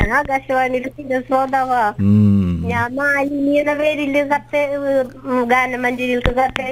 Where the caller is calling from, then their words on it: Pavaratty, Kerala, India; Pavaratty.